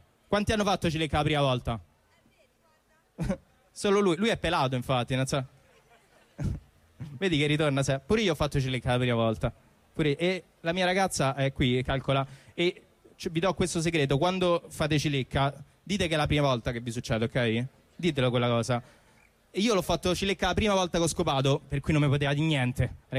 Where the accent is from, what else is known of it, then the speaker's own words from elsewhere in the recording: Rome, Lazio, Italy; born there; io sono di Prati. Vabbè, per chi non conosce Prati, Prati è quel quartiere di Roma talmente ricco